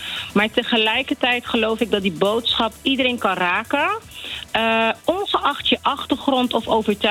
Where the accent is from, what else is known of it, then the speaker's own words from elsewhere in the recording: Rotterdam, South Holland, Netherlands; ik ben geboren in Nederland, geboren getogen in Rotterdam. En komen roots zijn van Curaçao en Sint Maarten.